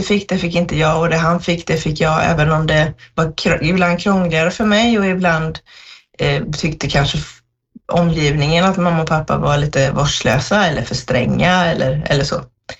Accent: Jönköping County, Sweden; Jag kommer ifrån södra Sverige utanför Jönköping och jag var ett väldigt väldigt efterlängtat barn.

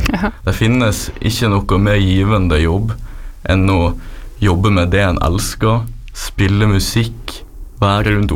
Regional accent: Northern Norway, Norway; Jo, til dels nordlending, ja.

